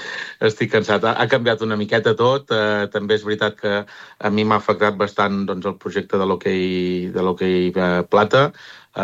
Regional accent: Vilablareix, Catalonia, Spain; soc de Vilablareig, ho tinc aquí al costat

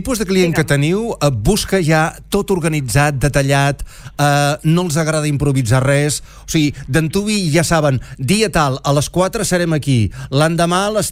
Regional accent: Girona, Catalonia, Spain

